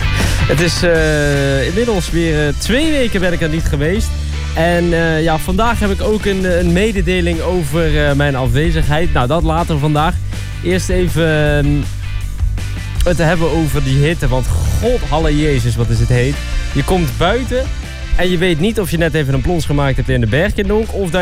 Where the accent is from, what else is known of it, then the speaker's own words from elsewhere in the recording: Netherlands; Maar tegelijkertijd moeten we ook natuurlijk niet te veel zeuren als Nederlanders zijnde.